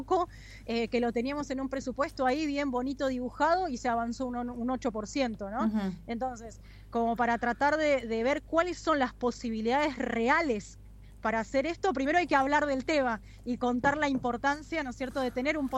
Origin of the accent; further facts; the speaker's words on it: Argentina; como argentinos todos conocemos, digamos, que tenemos recursos finitos para muchas cosas.